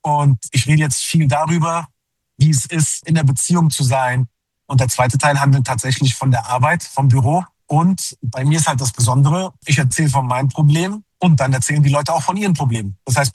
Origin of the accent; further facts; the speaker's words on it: Turkey; Nein, ich bin Türke.